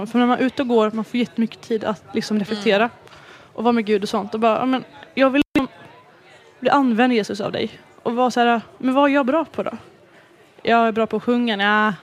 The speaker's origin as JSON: {"language": "Swedish", "town": "Leksand", "region": "Dalarna County", "country": "Sweden", "lives_now": "Falun, Sweden", "said": "jag kommer från Leksand och alltid har gått jättemånga år. Men flyttade nu till Falun i höstas"}